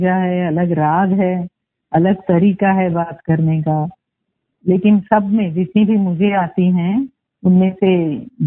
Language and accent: Hindi; South India, India; although मैं south Indian हूँ लेकिन मुझे बंगला बहुत पसंद है